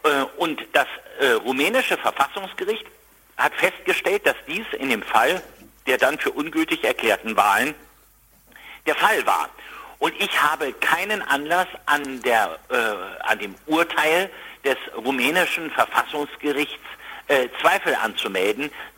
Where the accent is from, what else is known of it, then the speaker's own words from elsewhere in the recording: Brandenburg, Germany; vor allen Dingen hier in meinem Heimatland in Brandenburg